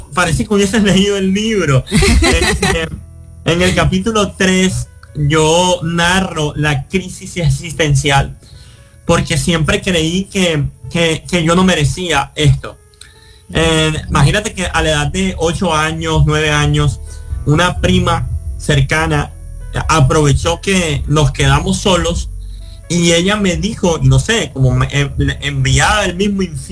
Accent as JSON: {"language": "Spanish", "country": "Colombia", "said": "una de ellas está en mi país, en Barranquilla."}